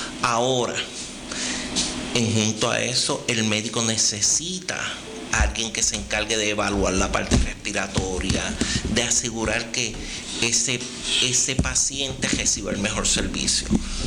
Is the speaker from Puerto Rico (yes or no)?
yes; Ponce, Puerto Rico; born there; Yo nací en Ponce, mi padre nació aquí en San Germán.